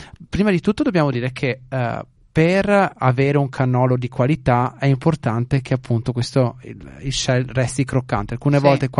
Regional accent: Italy; now in Australia; in Italia, nel nostro caro Nord-Est.

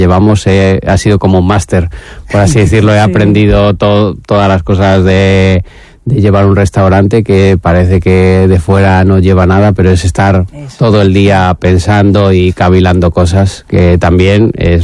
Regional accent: León, Castile and León, Spain; Yo soy de León, uh-huh, soy cazurro.

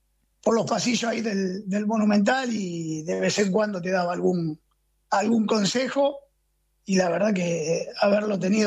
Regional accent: Béccar, Buenos Aires Province, Argentina; De Bécar, yo soy de Bécar.

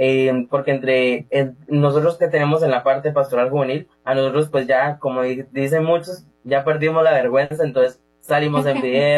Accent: Limón, Costa Rica; Soy de Limón Centro.

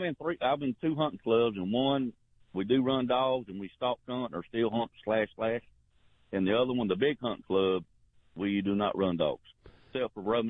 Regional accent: United States; I grew up in Baldwin County, but I moved to Washington County.

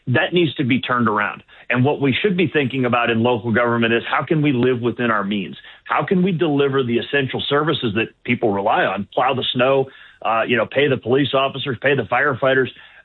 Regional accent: Ohio, United States; moved away; just a few miles away from where I grew up in Copley Township.

